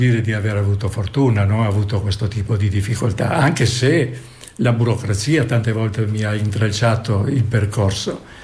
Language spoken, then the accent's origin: Italian; Buje, Istria County, Croatia; ha detto: ma lei non è piranese? No, dico, sono di Buie.